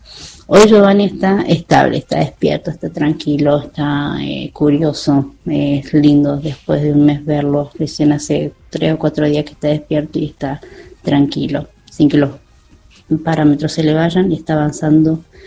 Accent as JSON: {"language": "Spanish", "region": "San Luis", "country": "Argentina", "moved": "as an adult", "lives_now": "Buenos Aires, Argentina", "said": "somos de San Luis, estamos acá, tenemos un hijo en San Luis que tiene 14 años, Jordán."}